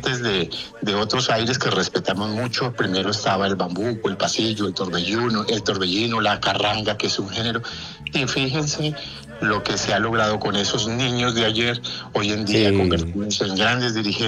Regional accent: Boyacá, Colombia; now in Bogotá savanna, Colombia; Yo sigo con mi departamento en el corazón, palpitando todos los días allí con mi pueblito boyacense

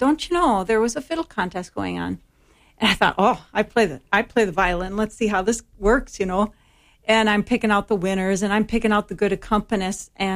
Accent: Milwaukee, Wisconsin, United States; I grew up in Milwaukee in a musical family

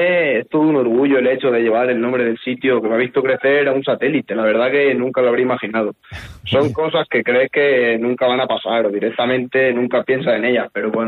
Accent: Nerpio, Castilla-La Mancha, Spain

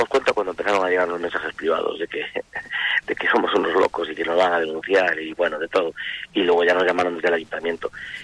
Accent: Ourense, Galicia, Spain; nosotros que somos de Ourense

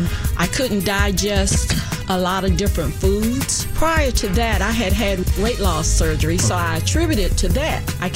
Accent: Chesapeake, Virginia, United States; I'm from Chesapeake, Virginia.

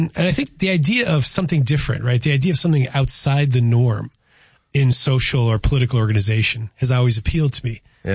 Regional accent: Chicopee, Massachusetts, United States; my hometown in Chicopee

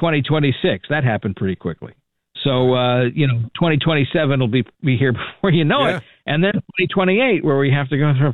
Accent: New York, United States; moved away; I am originally a New Yorker

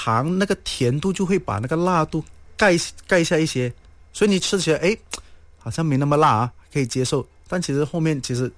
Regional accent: Malaysia

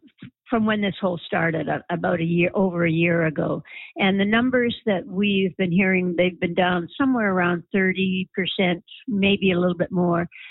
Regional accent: Canada; now in Blaine, United States; It's very difficult because, as a Canadian, I really, really object to this behavior coming out of Washington, D.C.

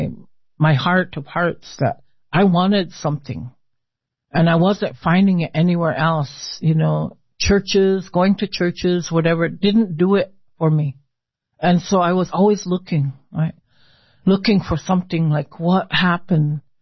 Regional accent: Lincoln, Nebraska, United States; growing up in Lincoln.

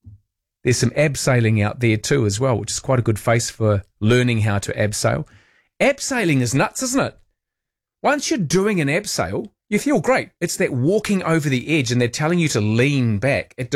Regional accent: Vanuatu; I have never bungee jumped, but I grew up in Vanuatu and witnessed the Pentecost jump.

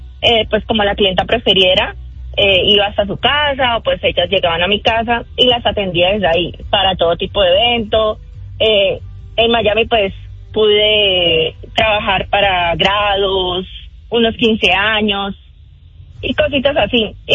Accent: Santander, Colombia; Santander.

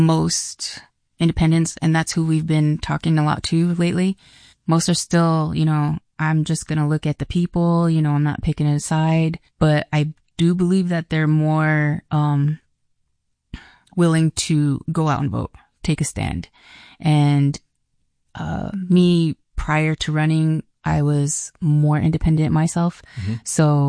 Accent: Des Moines, Iowa, United States; also born or lived in Emmetsburg; now in Sioux City, United States; So I grew up in Des Moines. I was born in Emmitsburg. And I think I came to Sioux City like in my 20s. So I've been here ever since. We live in Morningside.

